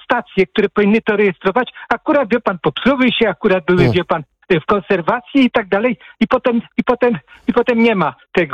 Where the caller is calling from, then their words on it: Płock, Masovian Voivodeship, Poland; Ja dzwonię z Płocka, miasto przemysłowe średniej wielkości.